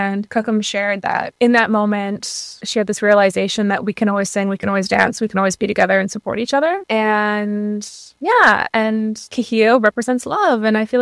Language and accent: English; Saskatchewan, Canada; moved away as an adult; now in Vancouver, Canada; I'm currently living in Vancouver. I'm originally from Musqueam First Nation in Treaty 6 territory, North Central Saskatchewan. I'm Métis Cree on my mom's side and of European settler descent on my father's side.